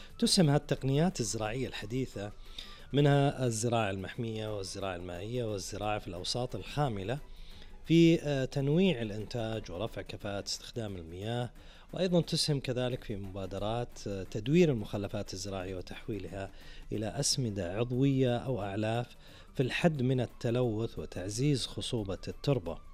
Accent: Saudi Arabia; بلادنا نجران

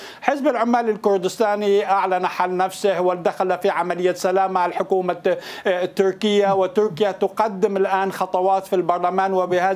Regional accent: Syria; نحن كسوريين

